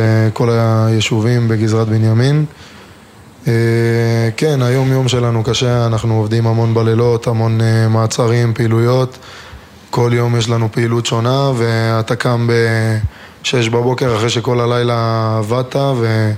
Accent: Gan Yavne, Central District, Israel; אני בן 19 מגן יבנה

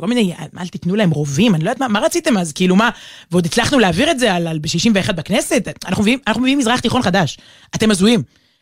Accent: Tel Aviv, Tel Aviv District, Israel; also born or lived in Jerusalem; ברחוב קלאוזנר 14, רמת אביב, גדלתי שם. כשלא הייתי שם, הייתי ברחוב תורה מציון בירושלים.

